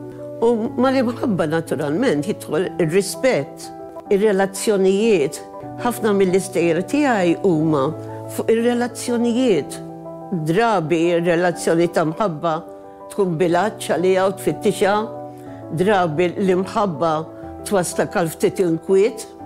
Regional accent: Senglea, South Eastern Region, Malta; Sireni naturalment il-ħoss tal-alarm, aħna tal-Ista konna ngħidu la balomba. Imma in-naħħa l-oħra ta' Malta jgħidulu sireni.

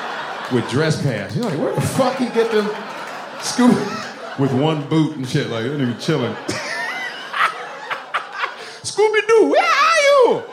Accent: Nigeria; NFL, if you are NFL fans, you know we're a Nigerian.

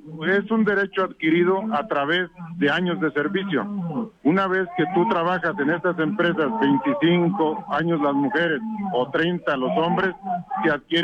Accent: Mexico; viendo cómo salimos de esta como mexicanos.

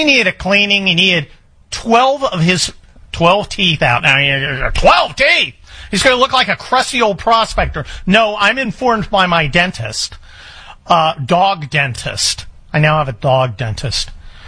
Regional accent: Scotland, United Kingdom; And I'm Scottish. That goes against everything my genetics believe in.

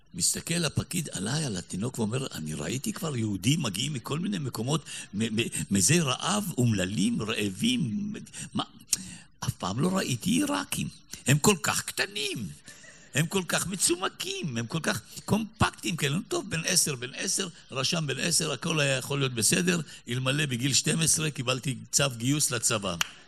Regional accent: Petah Tikva, Central District, Israel; אני גדלתי פה בפתח תקווה, ולמדתי בבית ספר, בבית הספר הדתי, נצח ישראל בנים.

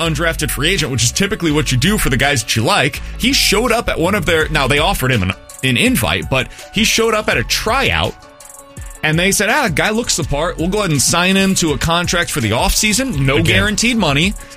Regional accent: Kansas City, Missouri, United States; now in St. Louis, United States; the stadiums that I grew up with in Kansas City are still the stadiums.

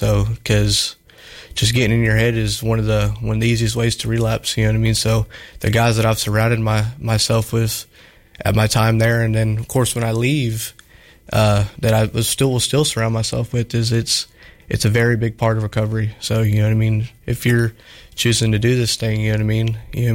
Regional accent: Waynesboro, United States; I'm from Waynesboro, 24 years old

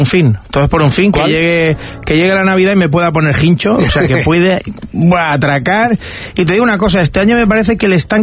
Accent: Spain; Soy española, ¿qué quieres que te gane?

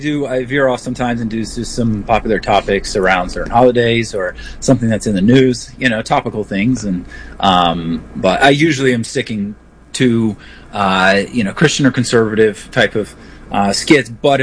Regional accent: Tampa, Florida, United States; now in Philadelphia, United States; And I was raised in a Baptist church, and I'm from Tampa, Florida originally, moved up to Philadelphia for work.

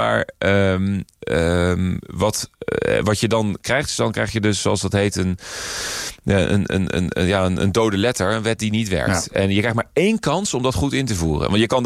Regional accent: Rotterdam, South Holland, Netherlands; wij komen uit Rotterdam.

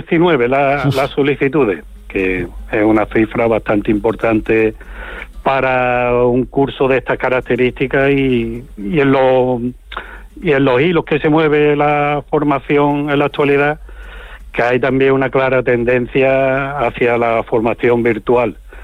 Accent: Paterna de Rivera, Andalusia, Spain

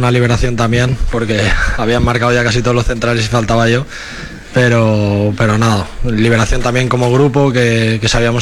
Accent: Valencian Community, Spain; yo que soy valenciano

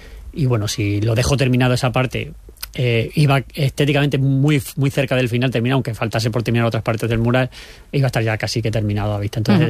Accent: Plasencia, Extremadura, Spain; now in Cáceres, Spain; Bueno, pues … Soy de Plasencia, pero vamos, vivo en Cáceres ya hace casi 20 años.

